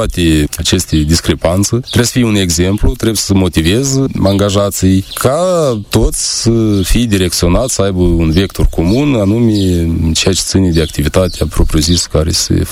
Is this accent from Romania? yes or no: no; Moldova